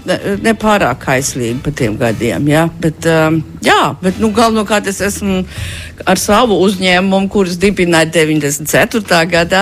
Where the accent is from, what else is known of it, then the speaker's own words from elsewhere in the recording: Germany; Latvian is a second language; moved away as an adult; also born or lived in Münster, Germany; now in Latvia; var teikt tā, ka daļai pārlatviskojos, bet tikai daļai, jo es sev uzskatu gan kā latvieta, gan kā vācieta. Es esmu hibrīds tādā ziņā, bet pārliecinātu.